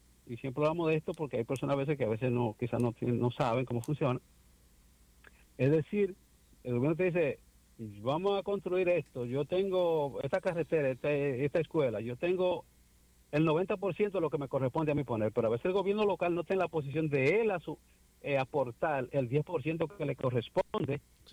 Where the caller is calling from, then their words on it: Dominican Republic; nosotros también como dominicanos